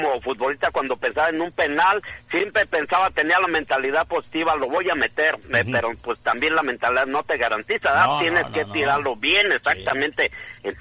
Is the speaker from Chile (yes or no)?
no; Mexico; yo como mexicano le voy a México